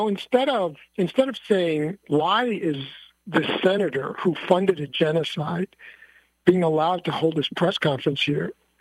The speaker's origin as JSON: {"language": "English", "town": "Niagara Falls", "region": "New York", "country": "United States", "tie": "born or raised there", "said": "Yeah, I grew up in Niagara Falls, New York, home to one of the seven wonders of the world, the beautiful falls and the beautiful gorge there."}